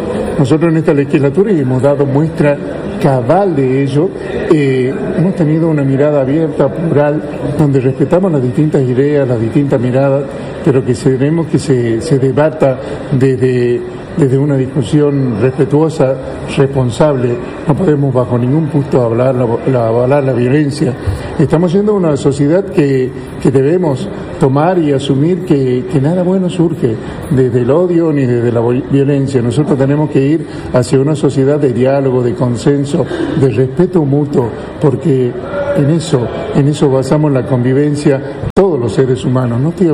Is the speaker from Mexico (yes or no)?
no; Tucumán, Argentina; la historia de dónde venimos, qué somos los tucumanos y tucumanas